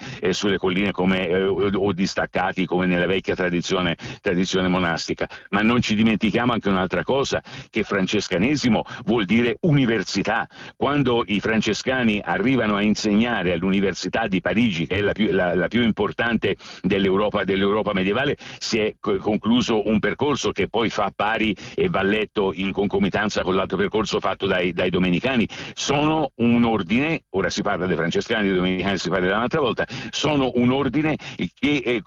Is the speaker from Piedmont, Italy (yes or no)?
no; Siena, Tuscany, Italy; da senese lo pretendo